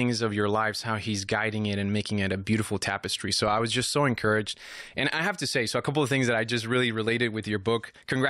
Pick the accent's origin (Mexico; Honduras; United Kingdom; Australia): Mexico; now in United States; my family and I came from Mexico to the States.